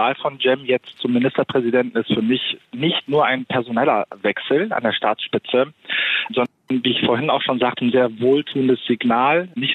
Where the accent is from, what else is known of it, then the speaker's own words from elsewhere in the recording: Germany; Ich bin in Deutschland aufgewachsen, aber nicht in Deutschland geboren.